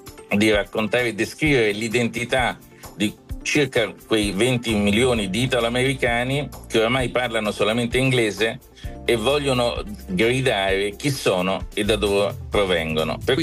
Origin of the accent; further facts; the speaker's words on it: Rome, Lazio, Italy; moved away as an adult; now in New York, United States; ho vissuto qui 14 anni, i miei 4 figli sono nati qui e quindi mi considero, pur essendo un romano di testaccio da 500 anni, un newyorkese d'adozione.